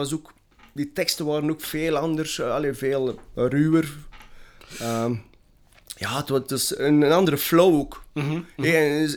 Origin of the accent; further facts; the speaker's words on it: Antwerp, Flanders, Belgium; Want iedereen dacht hier, wow, wij zijn wel van Antwerpen.